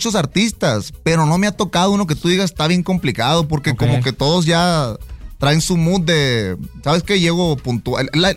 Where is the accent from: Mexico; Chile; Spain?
Mexico; Ciudad Obregón, Sonora; Yo soy de Ciudad Obregón